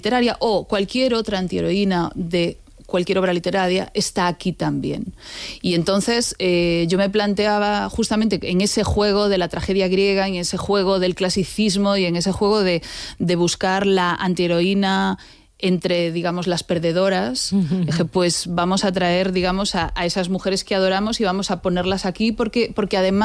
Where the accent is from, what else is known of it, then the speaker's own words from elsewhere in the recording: A Coruña, Galicia, Spain; Soy gallega, digámoslo, soy gallega. Gallega de A Coruña.